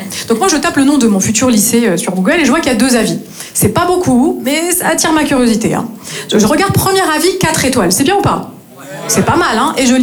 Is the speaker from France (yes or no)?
yes; Nancy, Grand East, France; now in Marseille, France; je viens du nord-est de la France et je me suis installée ici à Marseille il y a tout juste 3 ans et demi. Alors je pense que vous l'avez compris, à Nancy j'étais prof d'anglais